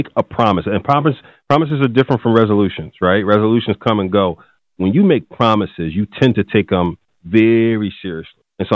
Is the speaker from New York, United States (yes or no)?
no; Philadelphia, Pennsylvania, United States; Well, you know, North Philly was tough back then. 8th and Butler was considered at that time, man, the drug capital of the world, at least the United States.